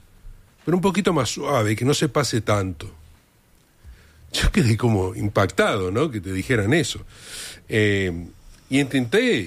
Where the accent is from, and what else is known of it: Uruguay